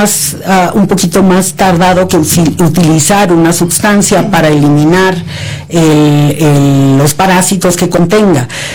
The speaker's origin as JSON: {"language": "Spanish", "region": "Tabasco", "country": "Mexico", "tie": "born or raised there"}